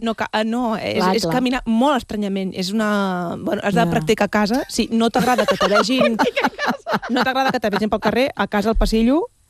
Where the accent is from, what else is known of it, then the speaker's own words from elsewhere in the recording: La Bisbal d'Empordà, Catalonia, Spain; Bueno, avui actuo al meu poble després de 15 anys que no he actuat a la meva vida. A la Bisbal d'Empordà.